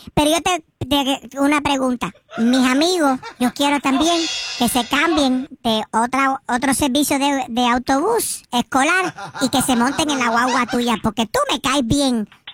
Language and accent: Spanish; Cuba; Bueno, tú sabes, yo soy cubano.